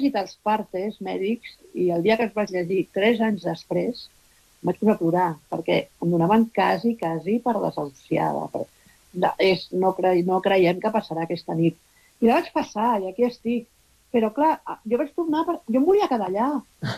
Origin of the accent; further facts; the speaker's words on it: Barcelona, Catalonia, Spain; Jo soc del Poble Nou, tota la meva família és del Poble Nou.